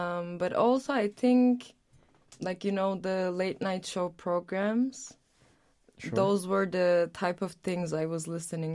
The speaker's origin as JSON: {"language": "English", "country": "Turkey", "tie": "born or raised there", "second_language": "English", "said": "So, funny story, because I'm from Turkey and my hometown is right across Greece, mm-hmm. on the Aegean coast"}